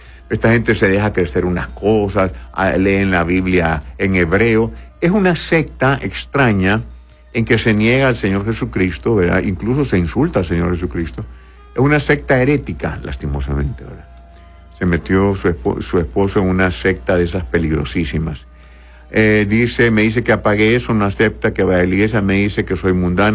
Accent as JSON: {"language": "Spanish", "country": "Honduras", "tie": "born there", "said": "no soy ruso. Yo nací en Honduras, soy hondureño."}